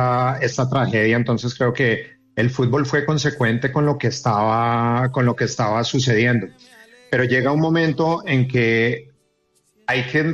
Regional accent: Bogotá, Colombia; now in Cali, Colombia; Bueno, primero, yo soy de Bogotá, pero amo Cali, me fui muy joven para allá

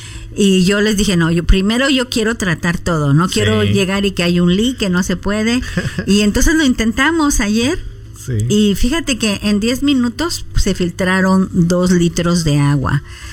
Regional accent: Mexico City, Mexico; yo crecí en la Ciudad de México, yo sé subirme a camiones y tomar el metro.

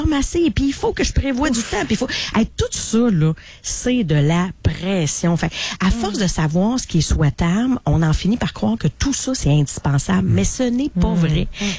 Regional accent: Quebec, Canada; Là, t'sais, hein? On est proche de Montréal, proche de Québec. Ouais, on est entre tout.

